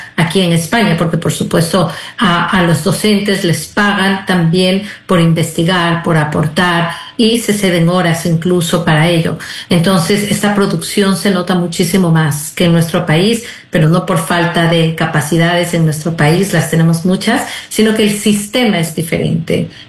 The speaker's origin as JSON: {"language": "Spanish", "country": "Ecuador", "moved": "as an adult", "lives_now": "Spain"}